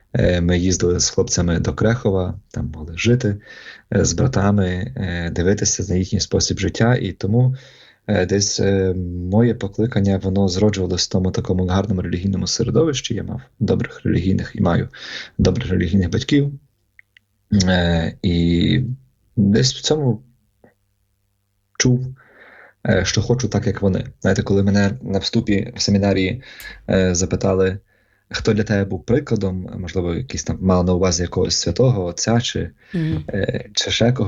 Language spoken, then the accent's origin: Ukrainian; Ivano-Frankivsk, Ivano-Frankivsk Oblast, Ukraine; born there; я є священником греко-католицьким, народився, проживаю в Івано-Франківську